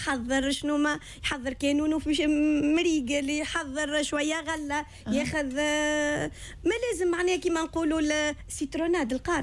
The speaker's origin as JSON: {"language": "Arabic", "town": "Sousse", "region": "Sousse Governorate", "country": "Tunisia", "said": "عندنا في سوسة"}